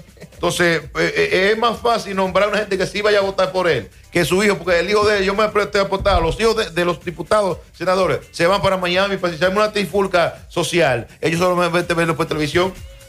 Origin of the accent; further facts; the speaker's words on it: Dominican Republic; Somos dominicanos.